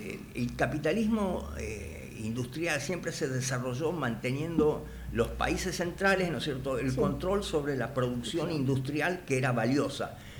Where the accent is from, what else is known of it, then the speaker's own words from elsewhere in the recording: Chacabuco, Buenos Aires Province, Argentina; yo soy de Chacabuco, acá en el pleno corazón de la Pampa Húmeda